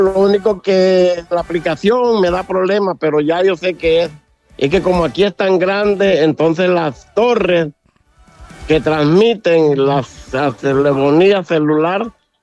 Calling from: Honduras; Aunque yo soy catracho. Catracho, pero tengo algo de Nicaragua.

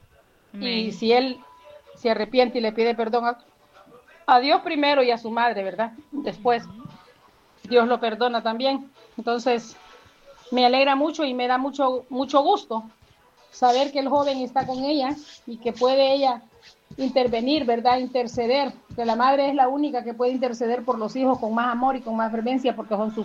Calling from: Navarre, Spain; de Navarra, España

